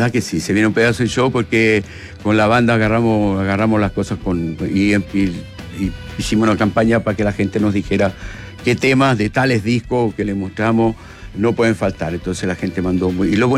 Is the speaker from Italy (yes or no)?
yes; Italy; born or raised there; moved away as an adult; also born or lived in Barcelona, Spain; now in Chile